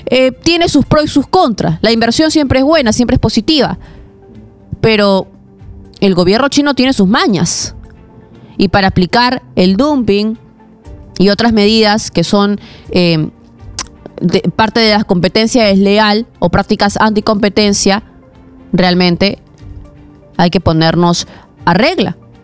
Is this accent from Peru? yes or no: yes; Peru; los peruanos tenemos que velar por los intereses de los peruanos